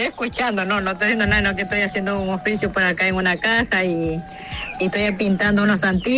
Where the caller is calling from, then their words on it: Calceta, Manabí, Ecuador; Somos de aquí, somos de Calceta, Loma Seca.